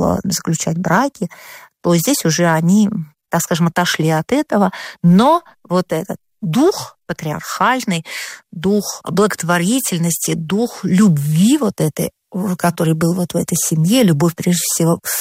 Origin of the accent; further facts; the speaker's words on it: Yuzha, Ivanovo Oblast, Russia; я коренной местный житель. И мы выросли, вот здесь